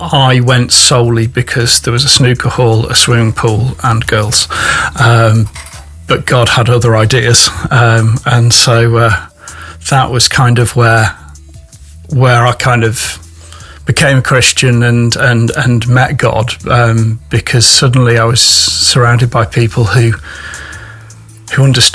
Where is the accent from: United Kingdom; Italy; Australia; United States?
United Kingdom; West Midlands; now in Nottingham, United Kingdom; I was brought up a little village in Staffordshire with my parents, and they took me to and my brother and sister to a Methodist church as we grew up